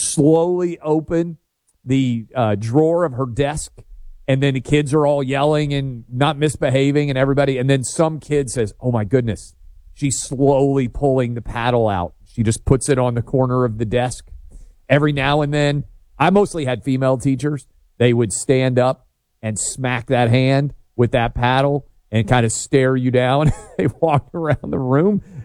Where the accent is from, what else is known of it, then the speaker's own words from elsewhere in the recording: New York City, New York, United States; this is I'm growing up in New York City.